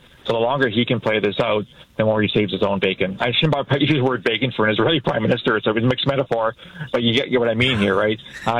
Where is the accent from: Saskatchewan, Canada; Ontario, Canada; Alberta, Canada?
Ontario, Canada; London; I grew up in London.